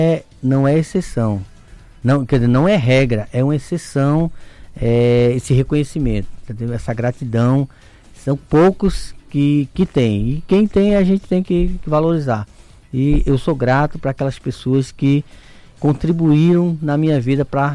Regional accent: Recife, Pernambuco, Brazil; moved away as an adult; now in Manaus, Brazil; sou de Recife

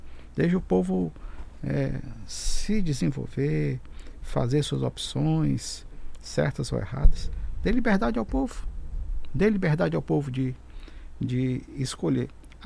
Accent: Ceará, Brazil; now in Roraima, Brazil; Eu sou do Ceará. O Ceará era um estado paupérrimo. Povo pobre. Eu estou aqui em Roraima há 39 anos.

